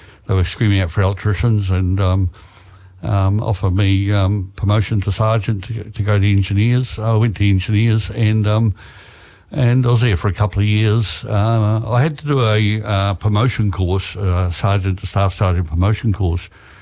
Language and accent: English; Taranaki, New Zealand; Yeah, I was born in Hara and 50s. Yep, that's correct.